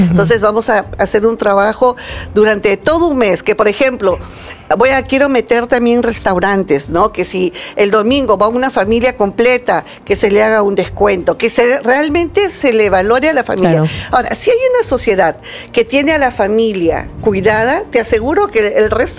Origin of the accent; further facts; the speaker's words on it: Peru; todos somos peruanos